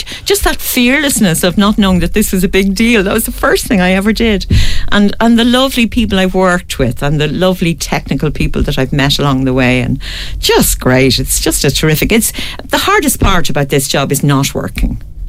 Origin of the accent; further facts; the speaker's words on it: Ireland; as Irish people, we always laugh in the most tragic of situations.